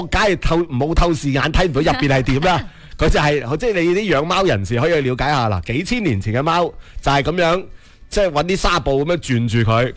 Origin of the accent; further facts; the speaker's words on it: Foshan, Guangdong, China; 我哋佛山人去南越王墓博物馆咧